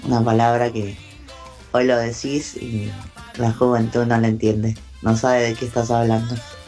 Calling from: Buenos Aires, Argentina; de Parque Avellaneda.

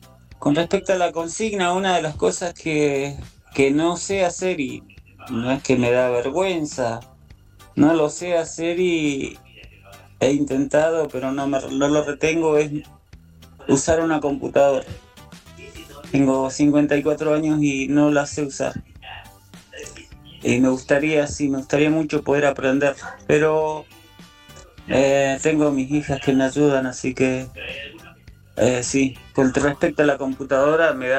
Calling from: Neuquén, Argentina; de Neuquén.

